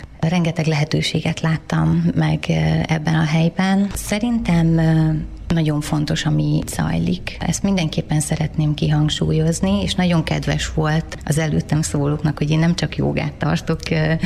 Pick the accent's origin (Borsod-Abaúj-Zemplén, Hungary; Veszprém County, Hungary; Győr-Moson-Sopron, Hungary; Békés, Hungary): Békés, Hungary; Gyula; Gyulaiként ez szinte elkerülhetetlen, mert azért ez egy picike város. Itt nagyon gyorsan terjed az információ, közösségi média nélkül is.